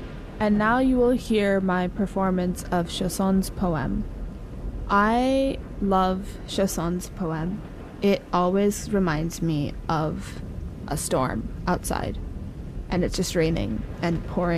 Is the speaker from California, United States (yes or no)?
yes; Altadena, California, United States; I'm from Altadena, California, and I play the violin.